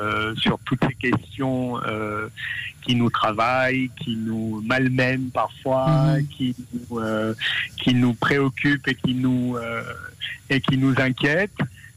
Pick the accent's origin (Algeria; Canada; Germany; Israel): Israel; now in France; moi, encore une fois, je suis israélien, je vis en France aujourd'hui. Je suis profondément attaché à Israël.